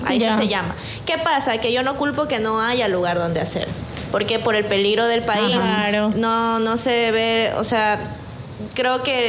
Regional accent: Guayaquil, Guayas, Ecuador; Yo no que vengo de Guayaquil

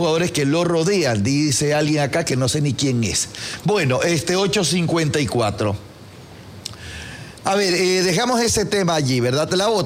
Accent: Ecuador

